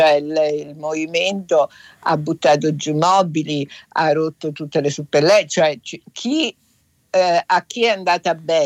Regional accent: Venezuela; Come venezuelana posso dire che spero che questi aiuti arrivino e poi si vedrà il resto.

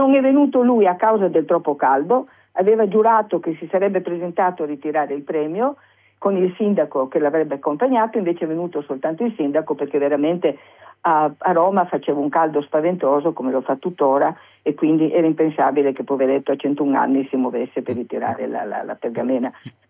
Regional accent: Vrsar, Istria County, Croatia; Io per esempio, che vengo da Orsera, ho avuto due cuginette morte piccolissime

